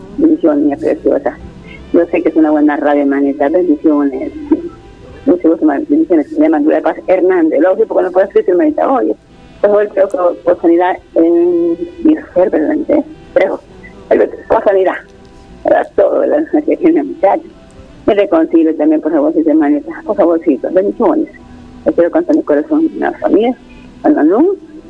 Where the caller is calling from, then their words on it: San Salvador, El Salvador; De aquí, del centro de San Salvador.